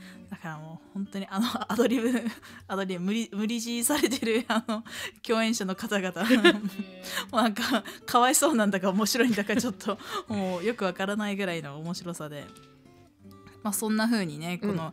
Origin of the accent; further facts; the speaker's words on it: Hiroshima, Japan; 私出身が広島なんで結構行ったりするんですけど